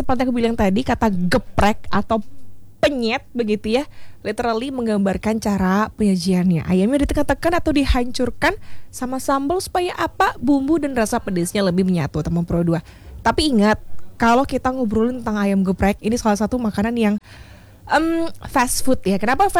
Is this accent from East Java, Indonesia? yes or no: no; Bali, Indonesia; Kalau kita orang Bali bilang bumbu jangkep begitu ya.